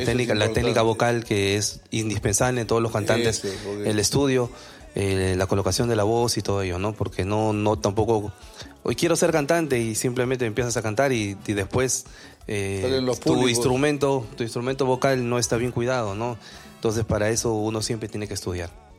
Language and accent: Spanish; Chiclayo, Lambayeque, Peru; also born or lived in Trujillo; mi padre es de Trujillo, yo nací en Trujillo. Y de ahí, ni bien nací, me llevaron a Chiclayo. Toda mi vida la he hecho en Chiclayo, pero... mi nacimiento fue en Trujillo.